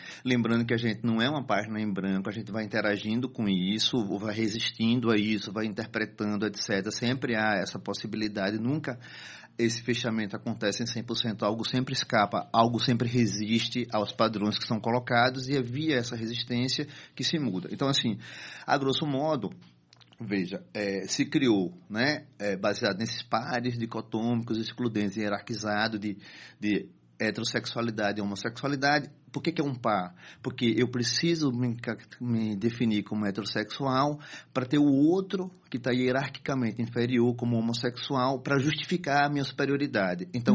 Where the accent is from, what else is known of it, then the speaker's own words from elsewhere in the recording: Northeast Region, Brazil; accent: nordestino (Northeastern Brazilian); also born or lived in South of Brazil; Provavelmente também por conta do meu sotaque nordestino